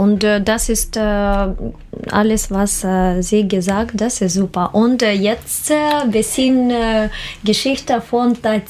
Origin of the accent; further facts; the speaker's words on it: Minsk, Belarus; German is a second language; moved away as an adult; now in Magdeburg, Germany; ich komme aus Minsk, aus Weißrussland.